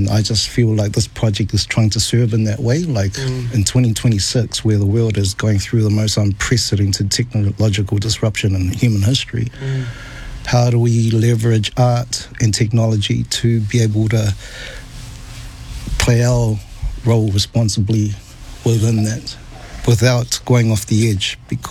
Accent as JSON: {"language": "English", "region": "Savai'i", "country": "Samoa", "said": "And I'm from Savai'i, so I'm from the..."}